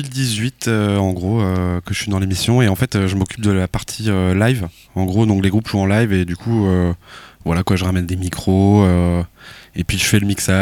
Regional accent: Douarnenez, Brittany, France; on est originaire de Douarn

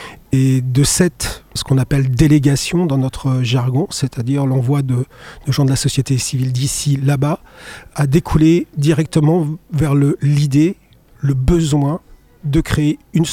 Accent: Vannes, Brittany, France; born there; je suis breton, né à Vannes en 1969, ce qui me fait 56 ans.

